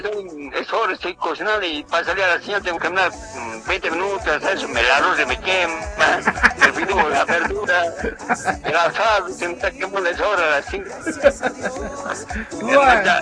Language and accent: Spanish; Villazón, Potosí, Bolivia; moved away; Ahora me encuentro volví a mi tierra natal, a mi villazón.